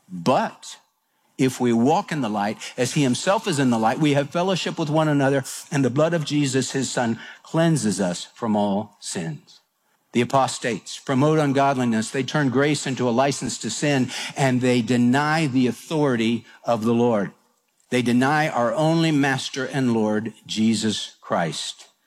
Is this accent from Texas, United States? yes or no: yes; Houston, Texas, United States; We came from Houston. We weren't used to that. Houston wasn't like that.